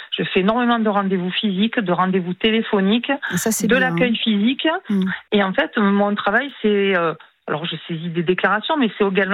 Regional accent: Southern France, France; Parce que quand ils entendent mon accent, ils me disent « Mais vous êtes d'où ?»« Oui, mais je suis du Sud. »

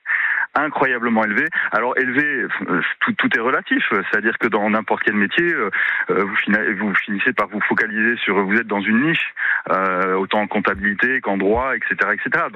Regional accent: Belgium; moved away as an adult; also born or lived in Quebec, Canada; now in France; moi, je suis passé par 3 pays francophones différents. Donc, j'ai vécu 30 ans en Belgique, 4 ans au Canada français, donc au Québec. Et ça fait plus d'une dizaine d'années que je suis en France. Donc, j'ai été scolarisé en Belgique, dans le privé.

